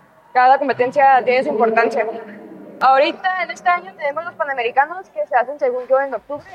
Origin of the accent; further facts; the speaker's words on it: Nayarit, Mexico; porque competir en tu tierra, en Nayarit, con toda tu familia, con todos tus amigos, se siente pues una seguridad